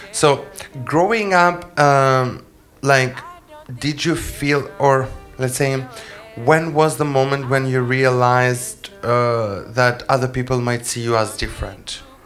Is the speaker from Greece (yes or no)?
yes; Greece; now in Germany; I said at the beginning of the podcast today, I come from Greece. When I moved to Germany, I heard someone telling me, go back to Syria. And I was like, I'm not from Syria?